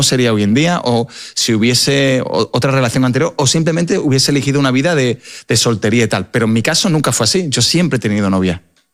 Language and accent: Spanish; Seville, Andalusia, Spain; todo el mundo sabe que yo soy del Sevilla y soy de una ciudad que sigue con mucha pasión.